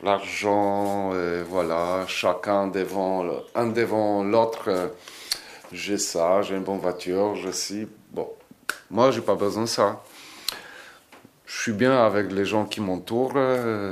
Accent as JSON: {"language": "French", "country": "Poland", "second_language": "French", "moved": "as an adult", "lives_now": "Ariège, France", "said": "Moi, j'ai quitté la Pologne comme c'était un beau pays"}